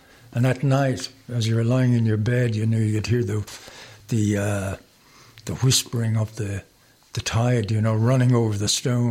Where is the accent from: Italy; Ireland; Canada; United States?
Ireland; Munster; moved away; Well, I grew up in County Waterford, which is on the south coast of Ireland, to the east of... It's wedged in between Wexford to the east, Kilkenny to the north, and County Cork to the west.